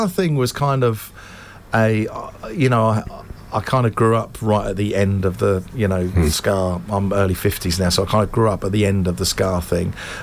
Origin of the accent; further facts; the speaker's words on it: London, United Kingdom; it was multicultural London. So there was Jamaican kids and Spanish kids. And so we're Irish Catholics.